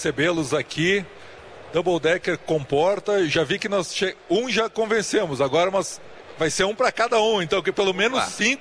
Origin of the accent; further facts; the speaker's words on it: Caxias do Sul, Rio Grande do Sul, Brazil; Sou de Caxias do Sul, natural de Caxias do Sul, e sou do Juventude.